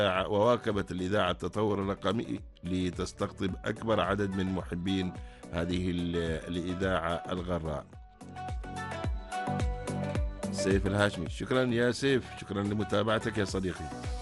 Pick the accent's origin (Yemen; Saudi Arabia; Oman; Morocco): Oman; اللهم احفظ بلادنا سلطنة عمان واحفظ جميع المسلمين